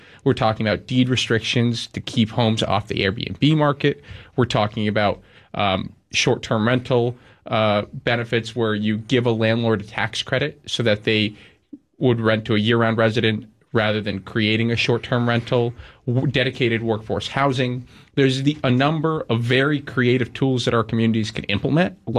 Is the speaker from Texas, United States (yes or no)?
no; Cape Cod, Massachusetts, United States; I'm born and raised on the Cape. I live on the Cape.